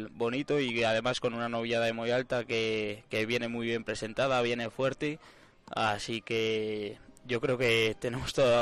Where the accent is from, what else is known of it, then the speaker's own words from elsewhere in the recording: San Esteban de Gormaz, Castile and León, Spain; ha pasado por mi pueblo